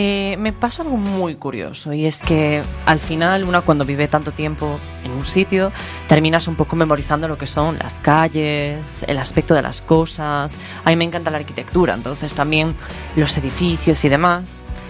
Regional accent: Spain; hay muchas cosas de las que hay que estar muy orgulloso como español

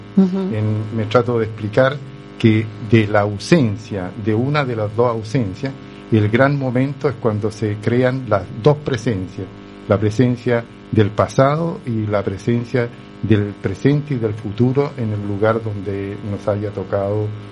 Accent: Chile; now in Italy; yo salí de Chile a través de la embajada italiana en Santiago.

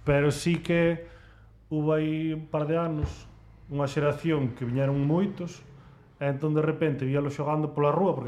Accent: Laxe, Galicia, Spain; Eu son de Laxe.

